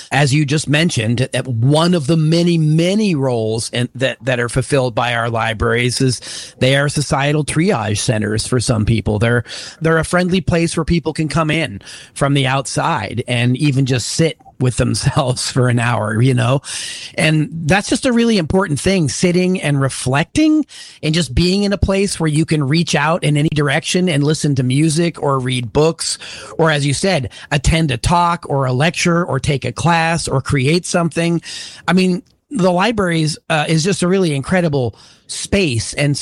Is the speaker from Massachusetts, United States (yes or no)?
no; Pennsylvania, United States; You know, even in my hometown, they were closing them in Western Pennsylvania.